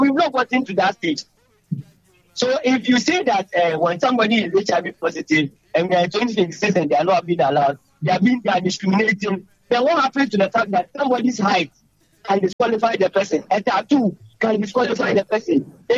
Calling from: Diabene, Ghana; I'm calling from Diabene.

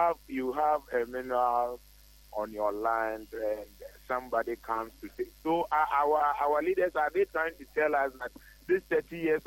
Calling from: Takoradi, Western Region, Ghana; Fine, sir. … calling from Takrad.

